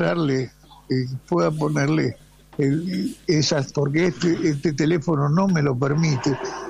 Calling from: Buenos Aires, Argentina; yo estoy acá en Macro, Diagonal Norte y Bartolomé Mitre.

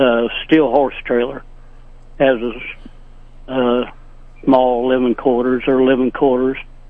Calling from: Marceline, Missouri, United States; Marceline.

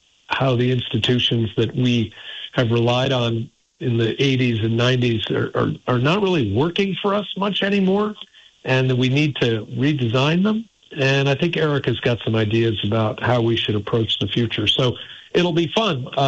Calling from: Montpelier, Vermont, United States; I'm calling in from Montpelier.

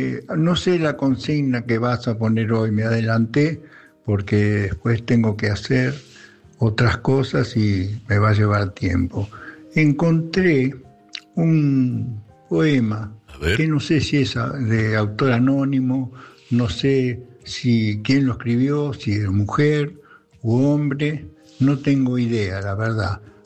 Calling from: Mar del Plata, Buenos Aires Province, Argentina; de Mar del Plata

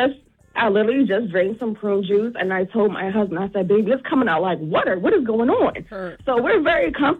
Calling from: Wilmington, Delaware, United States; I'm from Northside, Delaware, okay. Right off of Washington Street, 26th okay. and Washington.

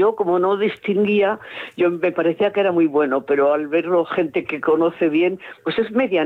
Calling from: Benavente, Castile and León, Spain; vivo en Benavente.

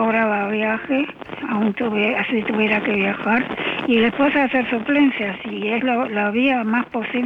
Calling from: Buenos Aires, Argentina; Vivo en Villa Crespo.

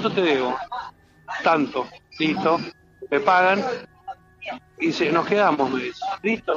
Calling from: Buenos Aires, Argentina; Y acá de Capital soy.

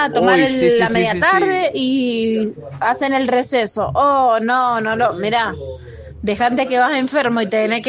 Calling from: Godoy Cruz, Mendoza, Argentina; de Boy Crew

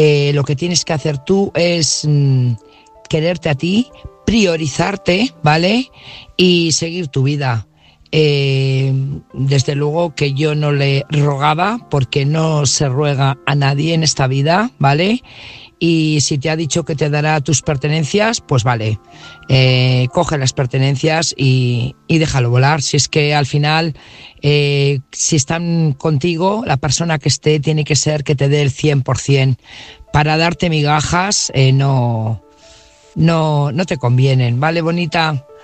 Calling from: Burgos, Castile and León, Spain; corresponsal de Burgos.

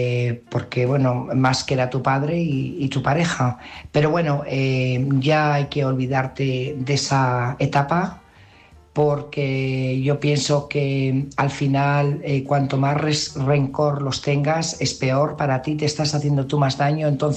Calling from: Burgos, Castile and León, Spain; corresponsal de Burgos.

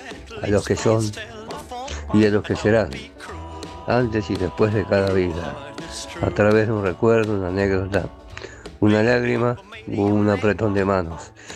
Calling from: Villa Celina, Buenos Aires Province, Argentina; acá estamos … desde Villa Selina.

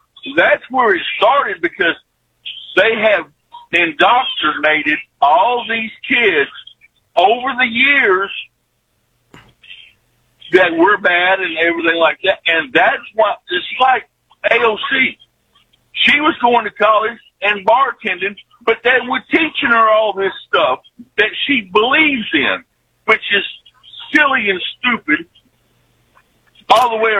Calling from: Texas, United States; I'm from Texas too, I live about 3.5 hours north of Eagle, straight north of Eagle.

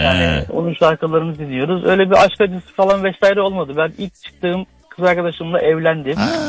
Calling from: Zonguldak, Turkey; Merhabalar, Zonguldak'tan

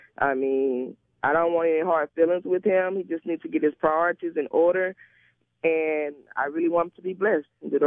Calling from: Long Beach, California, United States; I'm calling from Long Beach.

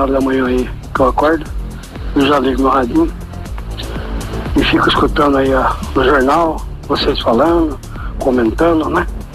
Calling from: Monteiro Lobato, São Paulo, Brazil; sou de Monteiro Lobato.

